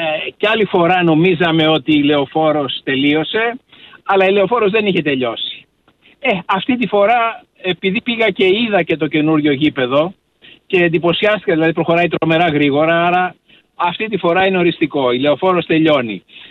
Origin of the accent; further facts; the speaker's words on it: Athens, Attica, Greece; εγώ μεγαλώνα στην Κυψέλη